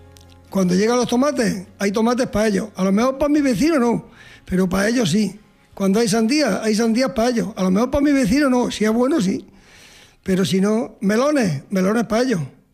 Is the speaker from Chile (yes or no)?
no; Villanueva del Duque, Andalusia, Spain; Buenos días, Manolo. … de Villanueva del Duque. Ganadero, agricultor, olivo, huerto.